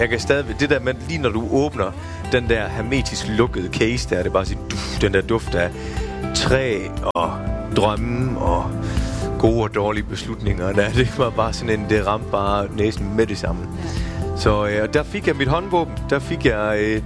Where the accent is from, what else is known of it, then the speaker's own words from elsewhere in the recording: Tønder, Region of Southern Denmark, Denmark; det er mit barndomshjem i Tønder, ude på Dyrhusvej. Sådan en rødstens murvilla der, murmestervilla.